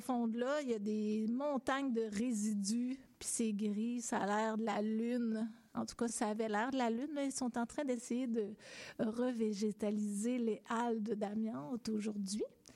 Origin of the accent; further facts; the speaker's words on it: Black Lake, Quebec, Canada; Il y a mon enfance à Black Lake. Black Lake, c'était quand moi j'étais petite. C'est sûr que ça évolue un peu, mais quand moi j'étais petite, Black Lake, c'est une petite ville. Il y a une grosse, grosse mine d'amiante. Si vous êtes déjà passé dans le coin de Thetford Mines, la grosse mine très profonde